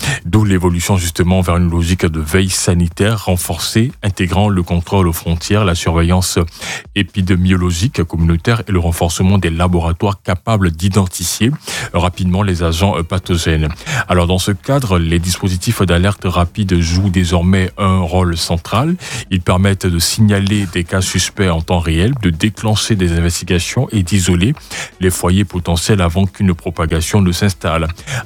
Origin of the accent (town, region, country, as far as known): Côte d’Ivoire